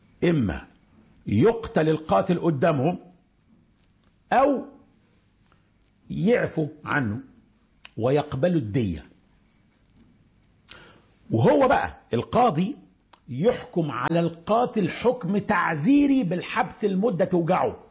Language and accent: Arabic; Upper Egypt, Egypt; زي عندنا في الصعيد كده وقوم ضربه بالفرد وموته